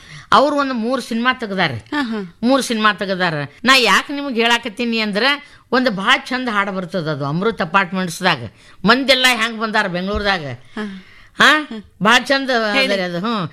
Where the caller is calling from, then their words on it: Sindagi, Karnataka, India; ನಮ್ಮ ಸಿಂದಗಿ, ನಮ್ಮ ವಿಜಾಪುರ ಜಿಲ್ಲೆ ಸಿಂದಗಿಯವ್ರು ನಾವು.